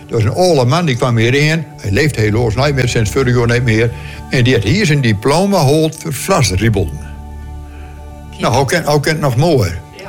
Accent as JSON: {"language": "Dutch", "region": "Friesland", "country": "Netherlands", "tie": "born there", "moved": "yes", "lives_now": "Groningen, Netherlands", "said": "Ik ben in Friesland geboren trouwens"}